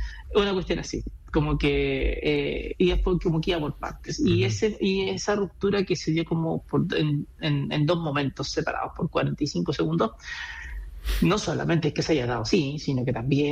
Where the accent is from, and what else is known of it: Chile